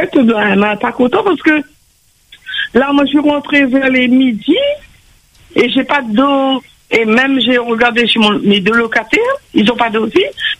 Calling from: Réunion

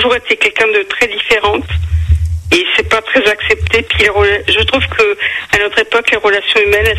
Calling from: Drancy, Île-de-France, France; J'habite à Drancy.

